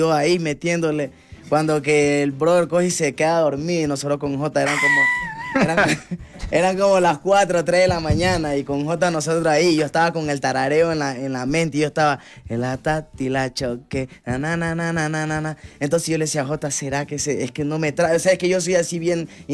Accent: Esmeraldas, Ecuador; como yo también soy de Esmeralda, pues yo también, ¿me entiendes? Negro

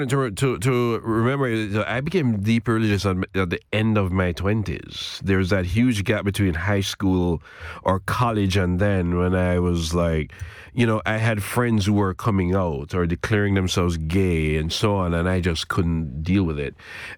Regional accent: Portmore, Saint Catherine Parish, Jamaica; Well, I was Kingston adjacent, actually. I was in a suburb called Portmore.

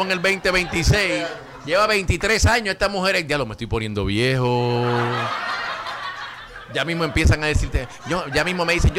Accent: Caguas, Puerto Rico; moved away; ese es el barrio donde yo me crié allá, Bonneville, Turabo Garden, allá en toda esa área, ahí bajando la cuesta de la DGT

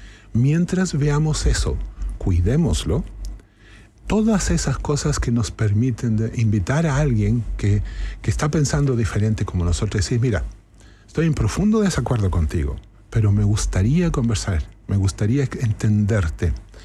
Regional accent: Arica, Arica y Parinacota, Chile; moved away; soy de Arica

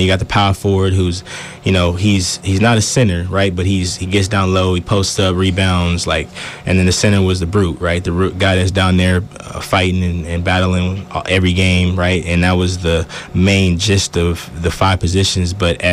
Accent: Texas, United States; now in Alaska, United States; I did. I've been born and raised in Texas. Texas my whole life.

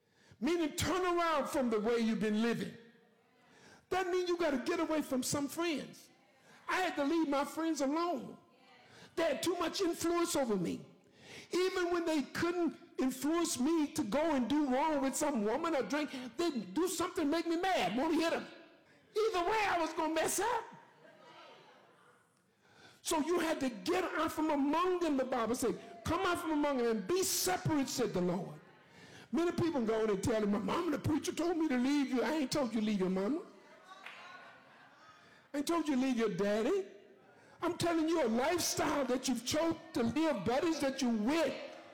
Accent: Huntsville, Texas, United States; born there; I was born in Huntsville, Texas, right up the street.

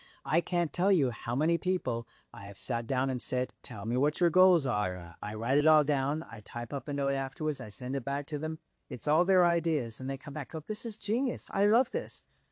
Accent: England, United Kingdom; now in United States; Well, I mean, I came from England to America for opportunity.

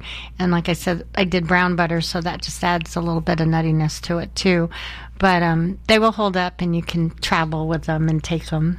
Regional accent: Philippines; I'm Filipino

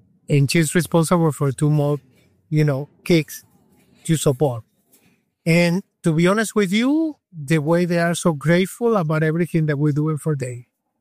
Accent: Chicago, Illinois, United States; My mom is Italian, my dad is Venezuelan, so that's why I learned the Spanish, but I grew up in the Midwest in Chicago.

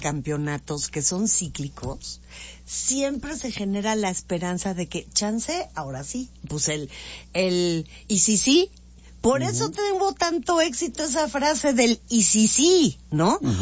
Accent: Mexico; pero lo recibe como somos los mexicanos, generosos, solidarios

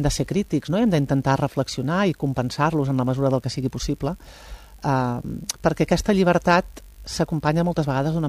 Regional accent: Prats de Lluçanès, Catalonia, Spain; Clar, tio, és que jo soc de Prats de Lluçanès.

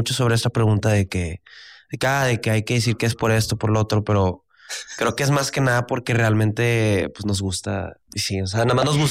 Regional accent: Monterrey, Nuevo León, Mexico; Sí, somos de Monterrey. Regios.

